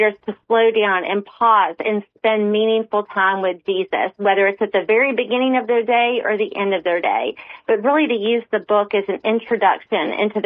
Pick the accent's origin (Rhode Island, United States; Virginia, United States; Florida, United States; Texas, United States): Virginia, United States; I grew up in Virginia